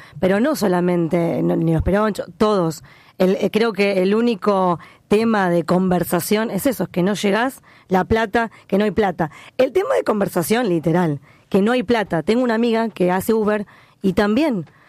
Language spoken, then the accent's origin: Spanish; Funes, Santa Fe, Argentina; Yo vengo de Funes que está saladísimo. Realmente nada que ver acá a Rosario.